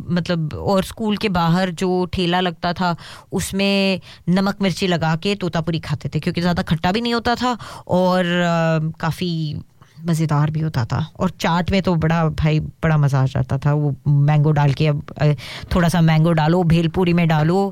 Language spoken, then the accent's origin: Hindi; Mumbai, Maharashtra, India; also born or lived in Hyderabad; now in Australia; मैं बॉम्बे से हूँ तो फिर बॉम्बे में हापूस तो मिलता ही मिलता है और मैंने बहुत खाया हुआ है उसके पहले मैं रहती थी हैदराबाद में